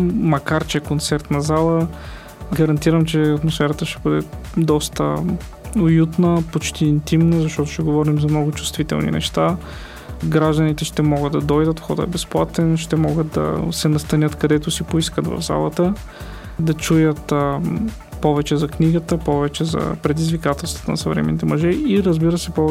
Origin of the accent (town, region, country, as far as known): Lovech, Lovech Province, Bulgaria